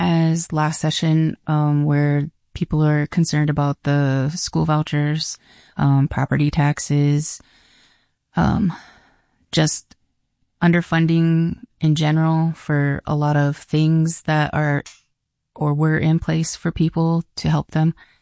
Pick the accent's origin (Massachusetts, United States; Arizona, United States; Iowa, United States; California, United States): Iowa, United States; Des Moines; also born or lived in Emmetsburg; now in Sioux City, United States; So I grew up in Des Moines. I was born in Emmitsburg. And I think I came to Sioux City like in my 20s. So I've been here ever since. We live in Morningside.